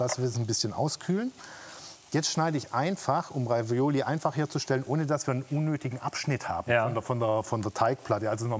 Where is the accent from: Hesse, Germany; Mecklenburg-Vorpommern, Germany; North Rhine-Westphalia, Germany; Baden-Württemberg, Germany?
Baden-Württemberg, Germany; Also das ist ja wie bei uns im Schwabenland Maultaschen.